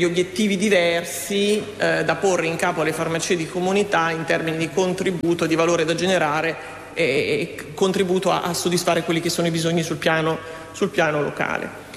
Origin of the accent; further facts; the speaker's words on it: Ferrara, Emilia-Romagna, Italy; Vengo da Ferrara